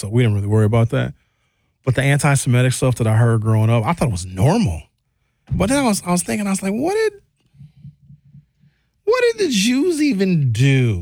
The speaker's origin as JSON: {"language": "English", "town": "Brown Deer", "region": "Wisconsin", "country": "United States", "tie": "born or raised there", "said": "I grew up in Brown Deer in the 1980s, where there's not a lot of black people, a lot of white folks, but a variety of white people."}